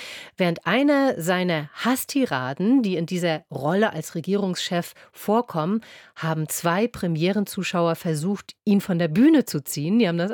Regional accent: Baltic coast, Germany; now in Berlin, Germany; Ich bin von der Ostsee.

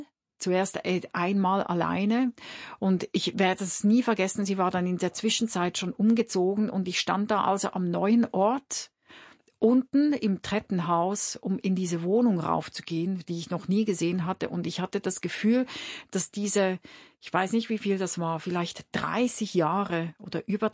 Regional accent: Winterthur, Zurich, Switzerland; weil sie war eine Weile lang in Winterthur, wo ich aufgewachsen bin, im Orchester und war dann später sogenannte Zuzügerin. Ich weiß nicht, wie man das in Deutschland sagt, irgendwie so Aushilfe.

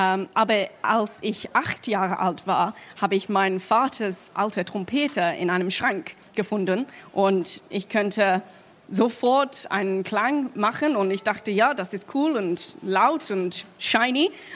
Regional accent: England, United Kingdom; German is a second language; moved away as an adult; now in Berlin, Germany; ich komme aus England und mein Mann kommt aus Berlin. Also wir haben im November 2020 sind wir nach Deutschland umgezogen.

